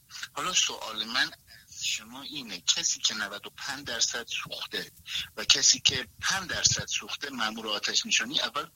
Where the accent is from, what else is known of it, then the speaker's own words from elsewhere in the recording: Iran; شهر خودم در ایران پاپیچ من شدن، بیا زن بگی، بیا زن واسهت پیدا کنیم، ولی دیگه میبینن که یه پام کشور یه پام اون کشور